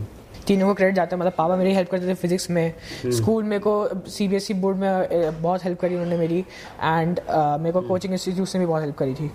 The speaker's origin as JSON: {"language": "Hindi", "town": "Faridabad", "region": "Haryana", "country": "India", "said": "मैं फरीदाबाद का रहने वाला हूँ"}